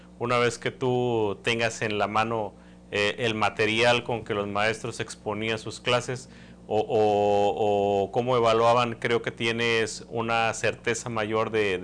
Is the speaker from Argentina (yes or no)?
no; Tamaulipas, Mexico